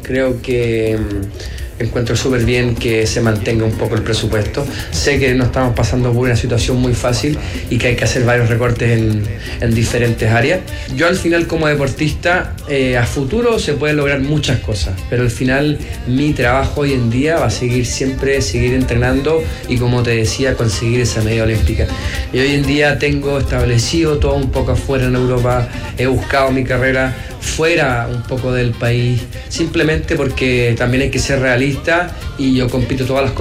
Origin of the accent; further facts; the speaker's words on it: Chile; reunirnos como chilenos